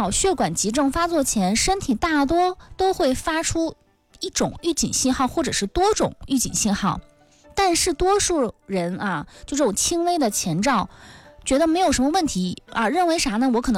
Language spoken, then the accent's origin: Chinese; Northeast China, China; 尤其对于我们北方人来说，我们东北人来说